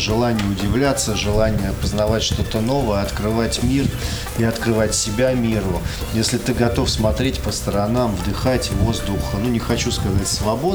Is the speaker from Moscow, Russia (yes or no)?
yes; Moscow, Russia; now in Saint Petersburg, Russia; я москвич, живу в Петербурге уже 15 лет.